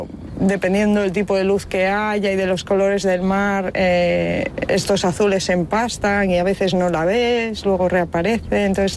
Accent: Baiona, Galicia, Spain; Yo soy de Bayona

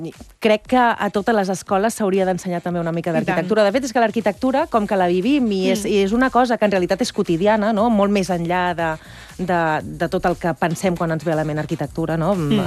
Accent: Barcelona, Catalonia, Spain; Sant Andreu, que és el meu poble. Bueno, ja aniràs veient que jo soc molt andreuenca, estic molt arrelada al meu poble.

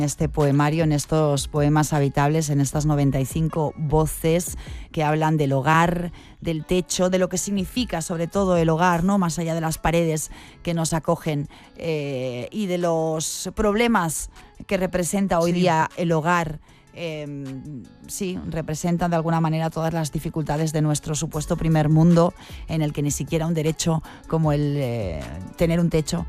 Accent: Barcelona, Catalonia, Spain; yo soy de Novarries. Mm. En Novarries es verdad que vivo en una zona, en una especie de complejo que tenemos piscina comunitaria

